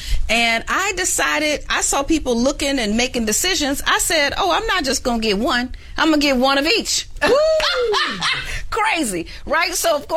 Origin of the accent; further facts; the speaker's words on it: Chicago, Illinois, United States; I was born and raised in Chicago.